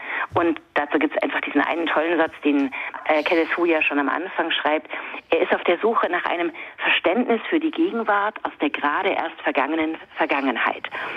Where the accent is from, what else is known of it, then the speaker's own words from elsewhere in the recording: Frankfurt, Hesse, Germany; Und ich merkte, als Frankfurterin hatte ich diese Identitätseinheitlichkeit irgendwie nie.